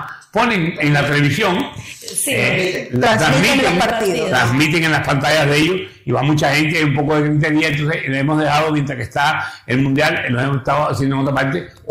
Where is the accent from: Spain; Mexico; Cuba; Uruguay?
Cuba; now in New York, United States; yo soy cubano, nosotros tenemos un parque aquí que mira Nueva York